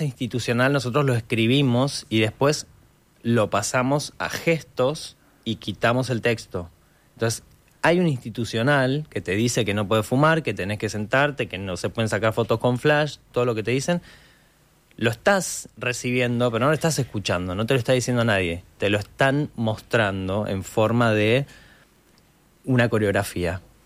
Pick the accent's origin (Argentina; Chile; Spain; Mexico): Argentina; pues somos argentinos